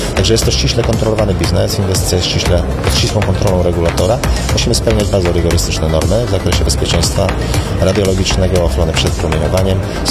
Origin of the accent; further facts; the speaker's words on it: Pomeranian Voivodeship, Poland; Nie urodziłem się w Gdańsku, ale jestem z Pomorza i doceniam walory tej części Polski.